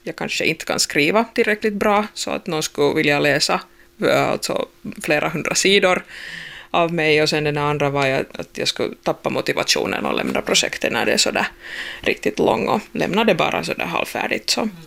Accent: Bjärnå, Southwest Finland, Finland; jag tillbringade ganska sådär, jag tror nästan halva min barndom alltså på Pibban i Bjärnå.

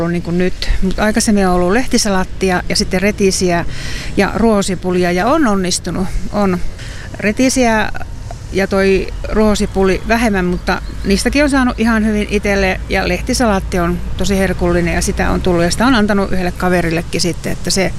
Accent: Ivalo, Lapland, Finland; mähän olen Lapista kotoisin Ivalosta ja edesmennyt isäni on poromies ollut, metsäsaamelainen

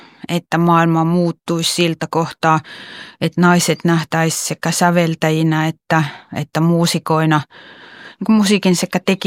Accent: Kuopio, North Savo, Finland; born there; itse olen syntynyt Kuopiossa ja ihan nuoresta tytöstä asti käsittänyt, mikä valtava ajattelija

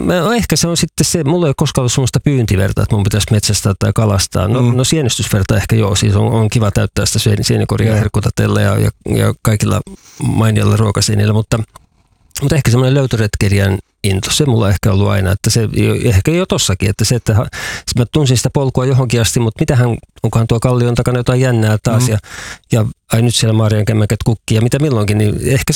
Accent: Vantaa, Uusimaa, Finland; now in Kainuu, Finland

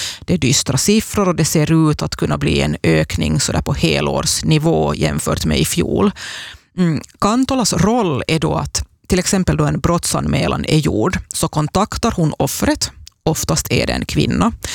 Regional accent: Ostrobothnia, Finland; Både du och jag är österbottningar

